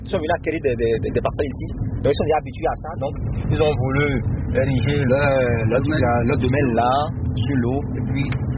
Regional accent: Thionville, Grand Est, France; Je suis originaire de Thionville. Paternellement et maternellement. Et j'y suis né. 100%. 100% de Thionville.

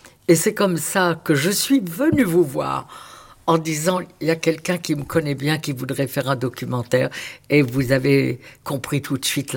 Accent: Pont-de-Nieppe, Hauts-de-France, France; born there; Au Pont-de-Nieppe.

